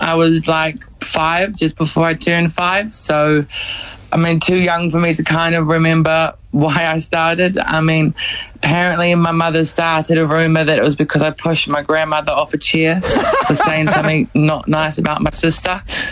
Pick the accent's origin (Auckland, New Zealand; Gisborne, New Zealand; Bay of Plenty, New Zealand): Gisborne, New Zealand; Yeah, I'm so proud to come from Tarawhiti, and my growing up in Gizzy, it was a simple life. Went to Mangapapa, Gizzin, and Girls High.